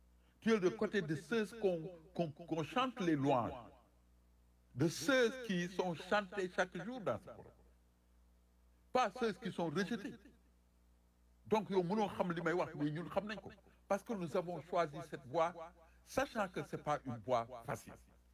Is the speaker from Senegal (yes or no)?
yes; Senegal; En tant que Sénégalais